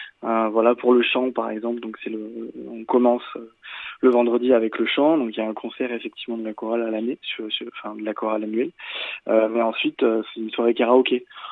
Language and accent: French; Solignac-sur-Loire, Auvergne-Rhône-Alpes, France; moi, je suis de là-bas, je suis de Soulignac-sur-Loire.